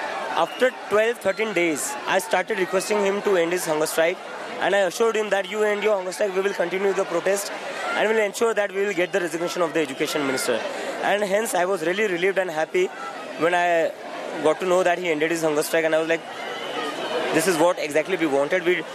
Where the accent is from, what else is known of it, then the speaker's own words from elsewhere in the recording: India; moved away as an adult; as an Indian student